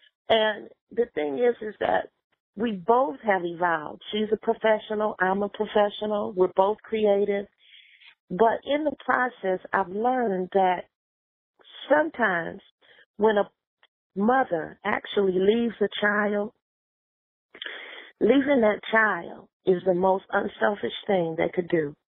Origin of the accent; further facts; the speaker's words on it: Milwaukee, Wisconsin, United States; born there; accent: Southern drawl; I was born in Milwaukee, Wisconsin. I'm a Midwesterner with a Southern drawl.